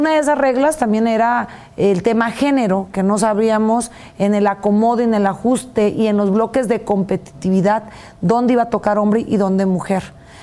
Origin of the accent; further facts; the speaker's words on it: La Yesca, Nayarit, Mexico; sí, de La Yesca, por mi pueblo